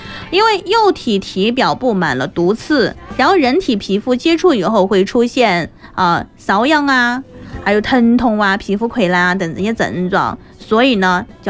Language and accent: Chinese; Chongqing, China; 就我们重庆话说哈